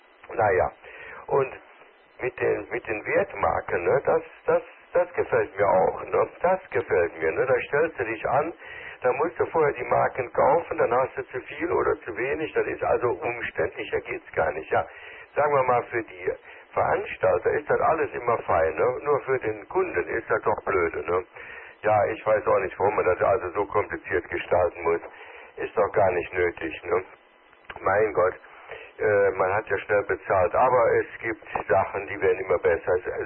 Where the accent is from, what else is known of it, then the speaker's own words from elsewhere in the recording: Bonn, North Rhine-Westphalia, Germany; Obwohl ich gar nicht im Rheinland geboren bin, aber ich bin in Bonn aufgewachsen und da ist man natürlich auch ein bisschen geprägt